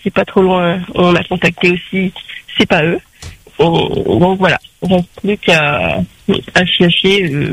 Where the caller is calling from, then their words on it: Saint-André, France; Donc, devant chez nous, à Saint-André, chemin Janson.